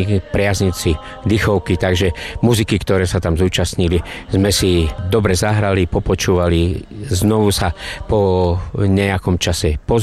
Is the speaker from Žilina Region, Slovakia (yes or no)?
yes; Kolárovice, Žilina Region, Slovakia; sme teda z Kolárovic.